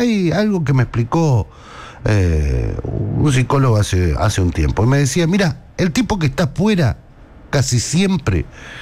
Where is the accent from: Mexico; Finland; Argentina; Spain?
Argentina